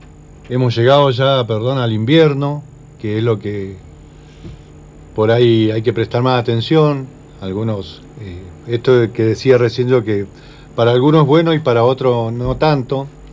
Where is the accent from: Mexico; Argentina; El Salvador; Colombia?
Argentina; Caleufú; born there; Yo vengo del campo. Nací en Caleufu, lo he dicho muchas veces, con mucha honra.